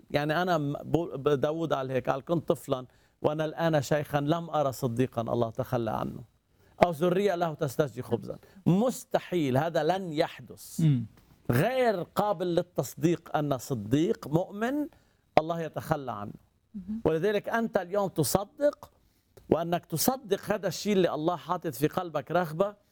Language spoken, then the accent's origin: Arabic; Lebanon; عندنا بلبنان